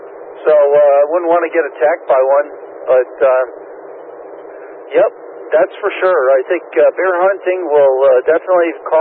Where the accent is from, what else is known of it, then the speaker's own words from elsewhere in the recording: Wallingford, Connecticut, United States; I grew up in Wallingford, and it was just my backyard was just woods for miles and miles and miles.